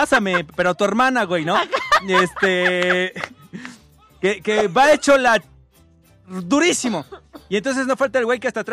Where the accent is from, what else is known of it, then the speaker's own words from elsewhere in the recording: Mexico; cuando escuchas un mariachi, te llenas de orgullo de decir, es que soy mexicano y esta es mi música.